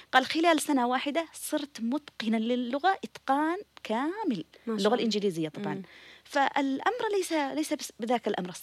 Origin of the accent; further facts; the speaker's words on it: Yemen; والدوام عندنا في اليمن حقيقة دوام خفيف جدا